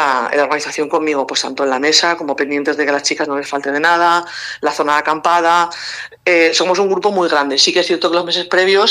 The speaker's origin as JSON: {"language": "Spanish", "town": "Remolinos", "region": "Aragon", "country": "Spain", "tie": "born or raised there", "said": "Yo, por ejemplo, lo he vivido. Yo vivía en Remolinos y a cierta edad no pude seguir jugando en mi pueblo."}